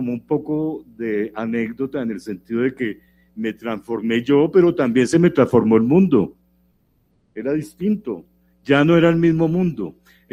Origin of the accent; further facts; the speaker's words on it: Bogotá, Colombia; Yo soy como bogotano, ¿no? Y digamos también tímido. Y en esa época era mucho más tímido y mucho más bogotano también.